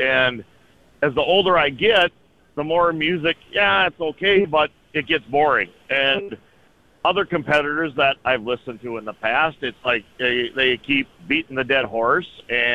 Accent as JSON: {"language": "English", "town": "Wahpeton", "region": "North Dakota", "country": "United States", "tie": "born or raised there", "also_born_or_lived": "Minneapolis-St. Paul area", "lives_now": "Enderlin, United States", "said": "Well, I grew up in Wahpeton, went to high school there, and then I got married. We moved to Minneapolis, St. Paul area for, 5, 6, 7 years. Had 2 kids, moved back, and lived out. I live out"}